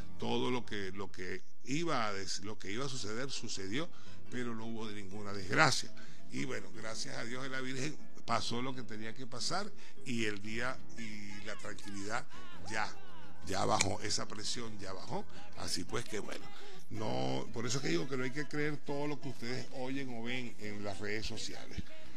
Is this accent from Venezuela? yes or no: yes; Venezuela; somos los venezolanos los que vamos a salir de esto